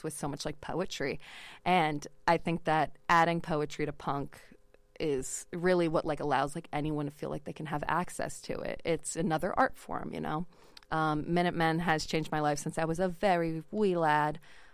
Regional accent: Florida, United States; now in Seattle, United States; I grew up in Florida where I would go in as many swimming pools as humanly possible.

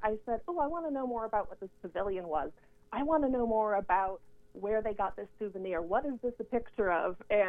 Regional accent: Spokane, Washington, United States; I grew up in Spokane.

